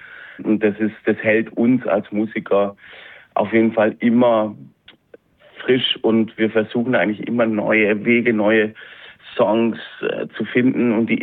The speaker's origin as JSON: {"language": "German", "region": "West Germany", "country": "Germany", "said": "ich überhaupt als Wessi"}